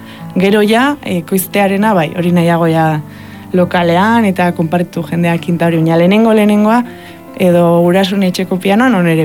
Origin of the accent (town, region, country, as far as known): Lizartza, Basque Country, Spain; accent: Lizartza Basque